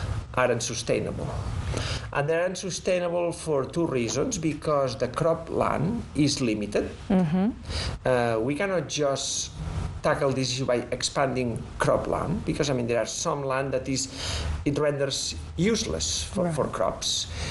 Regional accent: Spain; now in California, United States; I'm originally from Spain.

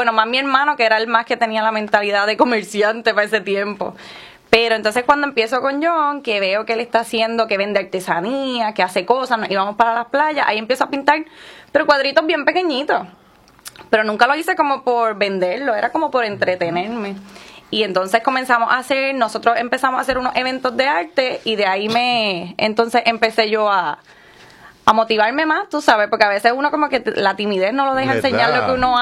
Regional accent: Camuy, Puerto Rico; moved away as an adult; now in Quebradillas, Puerto Rico; Natural de Camuy

